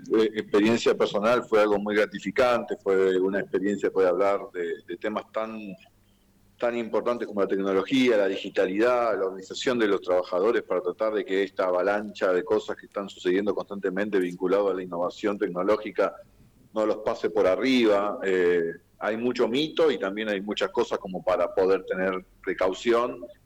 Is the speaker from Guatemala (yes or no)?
no; Argentina; el momento que estamos viviendo como argentinos.